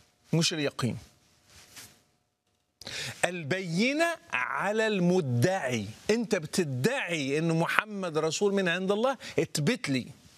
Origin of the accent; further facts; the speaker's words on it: Morocco; لأنه كان عندنا في المغرب فكرة من ضمن التخويف